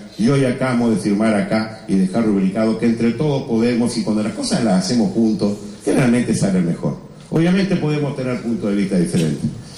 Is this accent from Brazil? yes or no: no; Carmelo, Colonia, Uruguay; está muy cerquita de mi pueblo de Carmelo